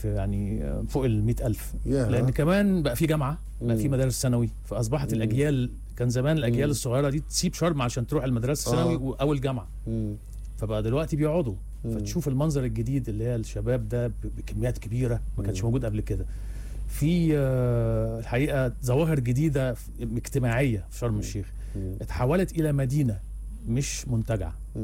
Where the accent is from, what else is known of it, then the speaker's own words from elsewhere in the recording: Alexandria, Alexandria Governorate, Egypt; moved away as an adult; also born or lived in Europe / Gulf; now in Sharm El Sheikh, Egypt; انا اصلا من اسكندريه